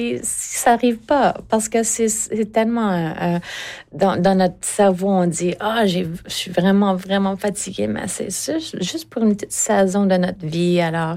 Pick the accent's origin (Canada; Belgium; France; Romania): Canada; Eastern Canada; mais il y a tellement une liberté d'en parler parce que je viens de l'Est du Canada.